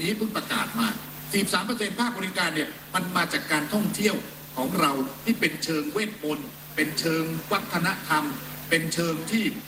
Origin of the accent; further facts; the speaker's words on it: Chanthaburi, Thailand; ผมเกิดที่ริมน้ำจังหวัดจันทบุรีแล้วก็ผูกพันกับสายน้ำนะผมยังจำได้ว่าตอนเด็กๆเนี่ยก็ไปเชียร์เรือนะ